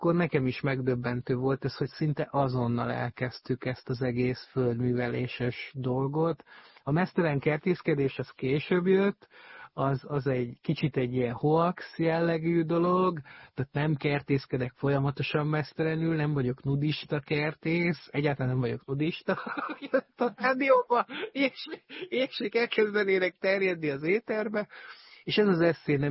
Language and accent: Hungarian; Abda, Győr-Moson-Sopron, Hungary; mert vidéken nőttem fel egy kis faluban, Dunántúlon, Abdán, Győr mellett, és az egész családom kertészkedett